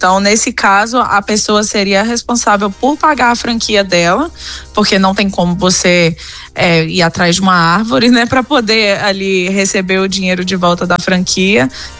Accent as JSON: {"language": "Portuguese", "region": "Espírito Santo", "country": "Brazil", "also_born_or_lived": "Minas Gerais / Mato Grosso", "said": "Eu sou mineira do Espírito Santo. Mas eu morei lá em Minas por muitos anos e depois eu morei um tempo no Mato Grosso também."}